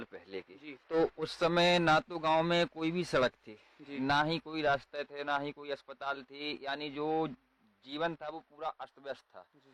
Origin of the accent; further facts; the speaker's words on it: Ladpura, Madhya Pradesh, India; born there; ये जो हमारा गाँव पर्यटन में घोषित हुआ है, पर्यटन विलेज में